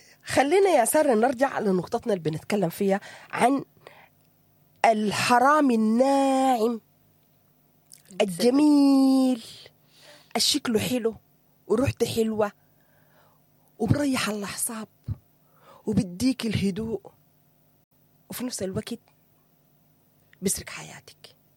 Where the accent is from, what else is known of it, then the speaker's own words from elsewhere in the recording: Sudan; واقعنا نحن كسودانيين